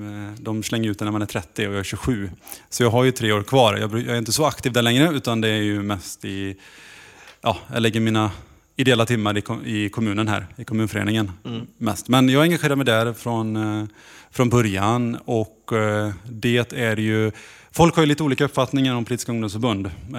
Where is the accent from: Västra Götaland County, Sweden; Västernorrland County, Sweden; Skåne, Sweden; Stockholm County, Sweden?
Västra Götaland County, Sweden; Kvänum; jag växte ju inte upp i Falköping. Jag växte inte ens upp i Falköpings kommun, utan jag växte upp i Vara kommun i Kvänum.